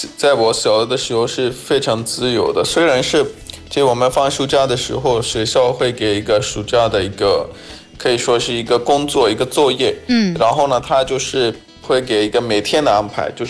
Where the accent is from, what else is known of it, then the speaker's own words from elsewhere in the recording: Pakistan; also born or lived in central Pakistan; 我自己家是靠巴基斯坦的北部，我的老家就是我爸的老家是巴基斯坦的中部，是非常热的地方，可以说是巴基斯坦最热的地方，但是呢我们夏天的时候我们还是会去老家，